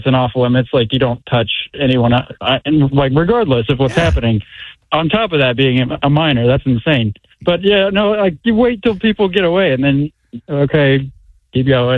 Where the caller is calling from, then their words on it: Sarasota, Florida, United States; I'm from Sarasota